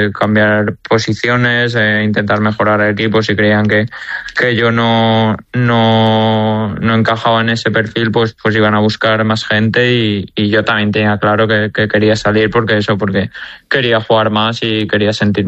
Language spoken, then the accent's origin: Spanish; Valencia, Valencian Community, Spain; porque al final yo me he criado allí, soy del Valencia y voy a ser de Valencia toda la vida